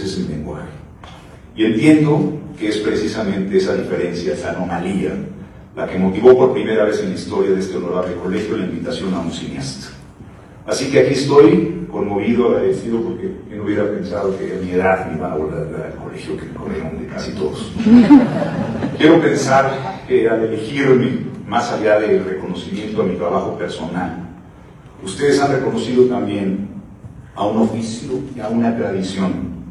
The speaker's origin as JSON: {"language": "Spanish", "country": "Mexico", "said": "Porque todos los mexicanos que trabajamos en las artes visuales somos privilegiados y herederos de una cultura milenaria"}